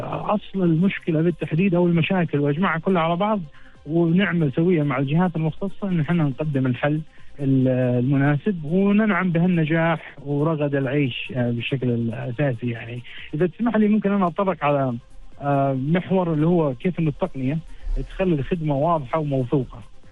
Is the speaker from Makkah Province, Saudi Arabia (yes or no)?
yes; Mecca, Makkah Province, Saudi Arabia; مدينتي مكة المكرمة بلد المنشأ